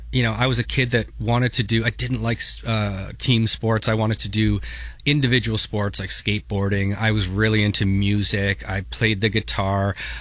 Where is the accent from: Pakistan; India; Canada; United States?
Canada; St. Catharines, Ontario; I grew up in St. Catharines.